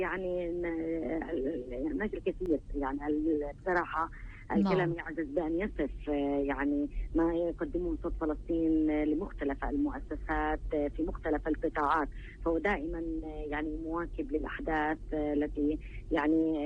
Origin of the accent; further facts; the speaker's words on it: Palestine; نحن كشعب فلسطيني